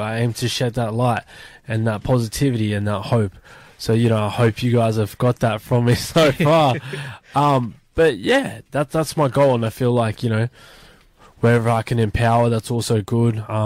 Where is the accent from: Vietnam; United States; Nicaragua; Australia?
Australia; Sydney, New South Wales; I'm a 27-year-old rapper from Sydney. I'm from Australia. I got parents that come from other countries as well.